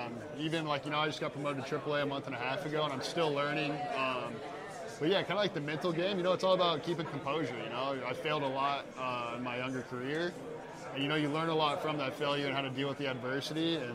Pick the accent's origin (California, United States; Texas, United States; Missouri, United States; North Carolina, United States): Missouri, United States; Kansas City; From Kansas City, Missouri.